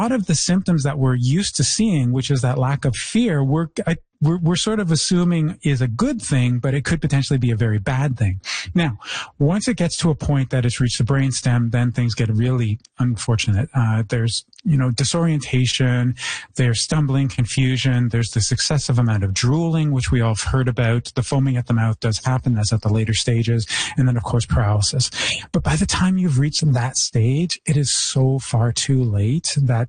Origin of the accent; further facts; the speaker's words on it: Toronto, Ontario, Canada; moved away; I come from Toronto where the raccoons are practically domesticated.